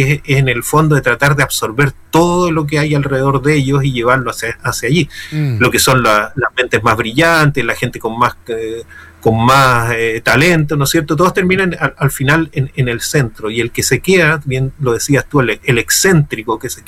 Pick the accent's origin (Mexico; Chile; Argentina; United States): Chile; Valparaíso; also born or lived in Santiago; Yo nací en Santiago, y a los meses llegué a Valparaíso, pero más que nacer ahí, yo siento que la gente que se siente parte de Valparaíso